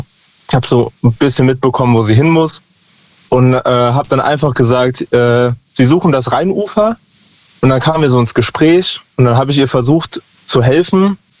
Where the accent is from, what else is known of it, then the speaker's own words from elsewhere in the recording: Lahnstein, Rhineland-Palatinate, Germany; Aus Lahnstein.